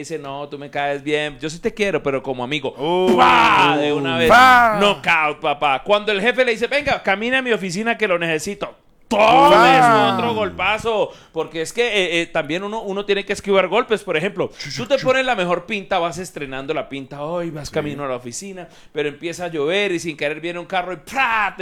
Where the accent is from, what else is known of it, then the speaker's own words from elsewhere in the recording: Colombia; Nosotros como colombianos siempre hemos sido boxeadores